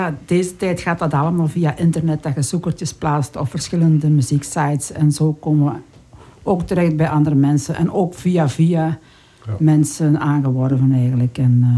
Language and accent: Dutch; Meerhout, Flanders, Belgium; Van Meerhout.